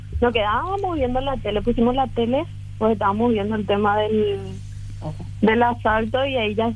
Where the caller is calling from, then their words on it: San Lorenzo, Central, Paraguay; Sí, primera vez que llamo, de San Lorenzo.